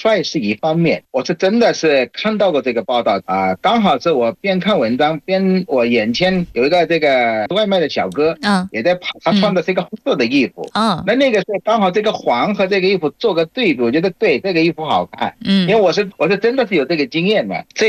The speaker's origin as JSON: {"language": "Chinese", "country": "Bangladesh", "second_language": "Chinese"}